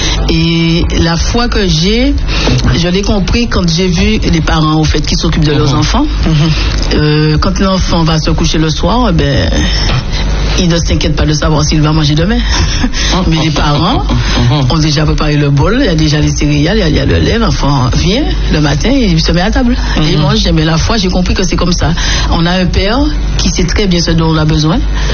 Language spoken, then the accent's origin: French; Martinique; born there; Et donc je fais partie de ceux qui sont nés en Martinique.